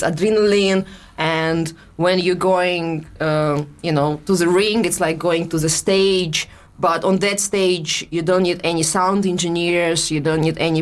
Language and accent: English; Russia; accent: Russian; English is a second language; moved away; I think it's my Russian accent.